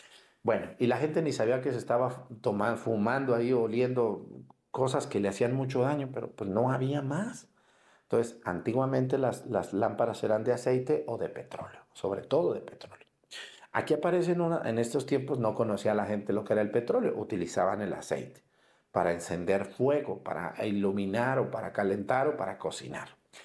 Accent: Mexticacán, Jalisco, Mexico; moved away; Cuando yo era niño, allá en mi pueblo, en Mexicacán, había una tienda.

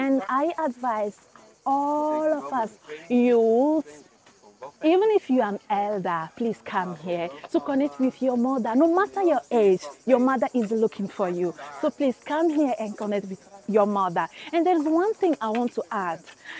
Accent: Togo; I'm from Togo. I'm here in Medjugorje to connect with my mother

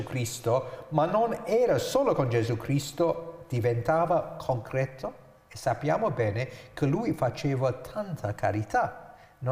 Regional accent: India; come io sono indiano

